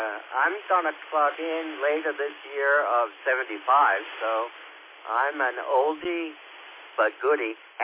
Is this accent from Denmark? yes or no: yes; Copenhagen, Capital Region of Denmark, Denmark; moved away as an adult; also born or lived in Folsom, California; now in United States; I'm born and raised in Copenhagen